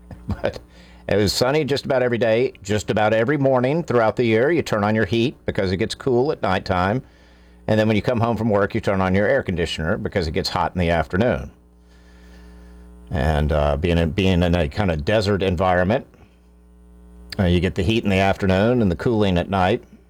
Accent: North Carolina, United States; moved away; also born or lived in San Fernando Valley, Los Angeles; And when you grow up in North Carolina, the weather is very fascinating, and you like to watch it.

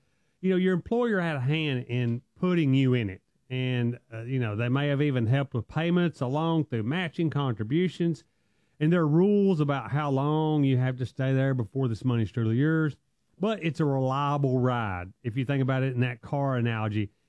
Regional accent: Alabama, United States

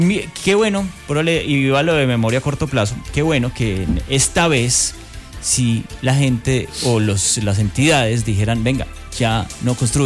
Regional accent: Colombia; nosotros somos de memoria a corto plazo, como buenos colombianos

